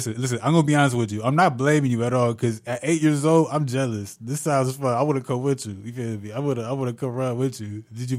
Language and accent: English; Illinois, United States; Like, I was born and raised in Illinois